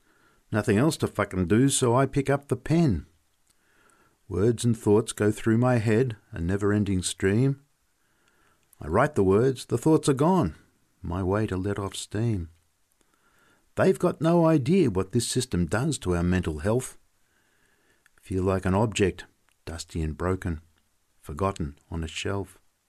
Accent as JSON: {"language": "English", "town": "Wellington", "region": "New South Wales", "country": "Australia", "tie": "born or raised there", "said": "I'm an Aboriginal man from Wellington and Wiradjuri is my clan. I grew up on Nanima Mission. What a perfect place to go fishing. Kicking back on country, on my homeland."}